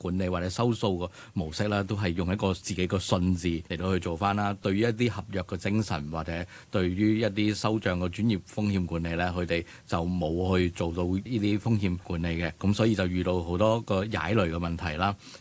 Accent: Macau; 咁系嚟自于澳门嘅。咁我本身系澳门人啦

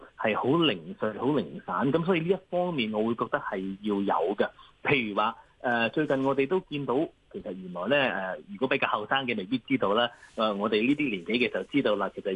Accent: Hong Kong; 即係我哋香港人一般嚟講

